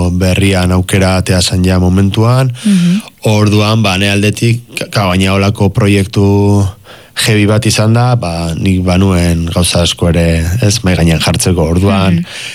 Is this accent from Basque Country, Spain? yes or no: yes; Legazpi, Basque Country, Spain; ni Lehazpikoa naiz